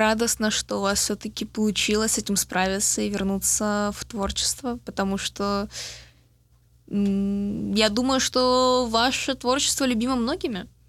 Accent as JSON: {"language": "Russian", "region": "Kyiv", "country": "Ukraine", "moved": "yes"}